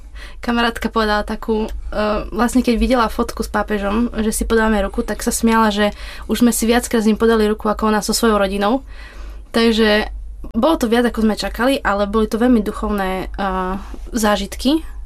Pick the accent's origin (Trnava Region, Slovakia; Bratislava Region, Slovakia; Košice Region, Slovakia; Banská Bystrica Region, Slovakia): Košice Region, Slovakia; Košice; kedy sme spomenuli, že sme teda z Košíc a že poznáme aj Augustinianov z Košíc, keďže bývame hneď vedľa kostola.